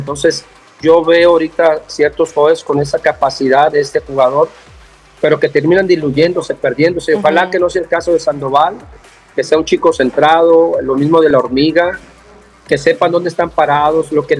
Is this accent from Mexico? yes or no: yes; Mexico; yo como mexicano